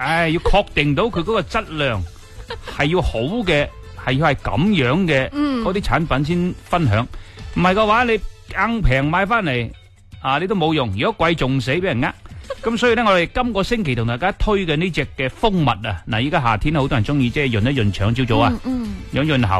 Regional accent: Foshan, Guangdong, China; 我哋佛山人

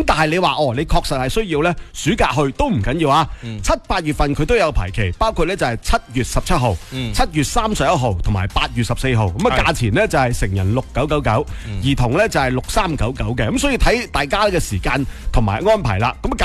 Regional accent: Guangdong, China; 我哋广东人

